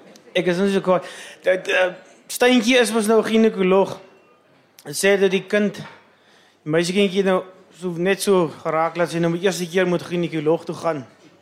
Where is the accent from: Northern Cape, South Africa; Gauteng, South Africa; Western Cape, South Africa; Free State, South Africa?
Western Cape, South Africa; Ek kom van Klein William af, is een baie klein plekje.